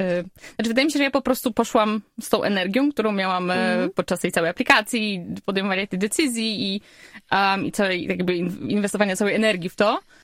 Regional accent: Warsaw, Masovian Voivodeship, Poland; ona z Lublina, ja z Warszawy, no i pojechałyśmy w tą podróż razem

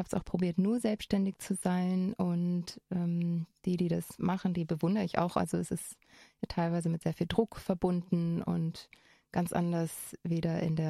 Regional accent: Bremen, Germany; now in Innsbruck, Austria; Ich komme ursprünglich aus Bremen. Wie man vielleicht hört, bin ich nicht von da. Bin aber auch schon bald 15 Jahre in Innsbruck.

